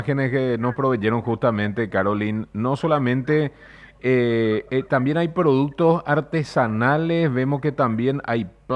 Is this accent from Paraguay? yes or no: yes; Paraguay; somos todos los paraguayos